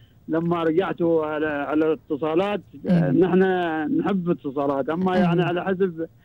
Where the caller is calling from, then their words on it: Sur, South Al Sharqiyah, Oman; أكلمكم من طال عمرك من سلطنة عمان محافظة جنوب الشرقية ولاية الصور الذي هذه على البحر